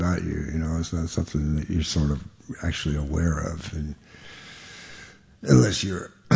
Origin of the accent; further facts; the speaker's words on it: New Orleans, Louisiana, United States; It's one of the questions I get all the time is, how did growing up in New Orleans affect your music?